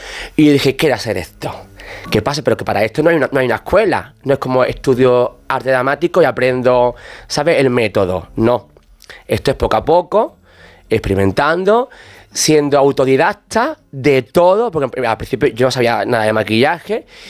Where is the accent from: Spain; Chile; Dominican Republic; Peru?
Spain; Andalusia; Yo soy súper ateo, yo el mundo de la Semana Santa no me gusta, siendo andaluz no me gusta.